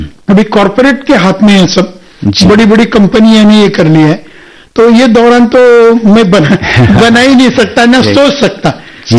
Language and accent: Hindi; Maharashtra, India; अभी मैं महाराष्ट्र का रहने वाला हूँ